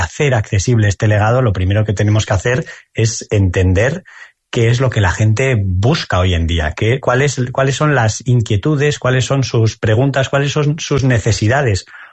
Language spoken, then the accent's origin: Spanish; San Sebastián, Basque Country, Spain; Yo soy donostiarra